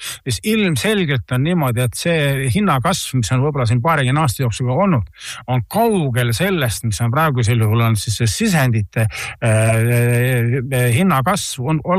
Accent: Naviküla, Võru County, Estonia; mina olen Naviküla inimene Võrumaalt ja Naviküla ja meie kant on väga suur selline köögivilja

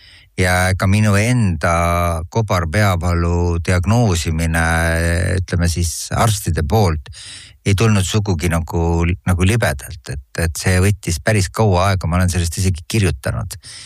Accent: Otepää, Valga County, Estonia; ma olen Otepäält pärit

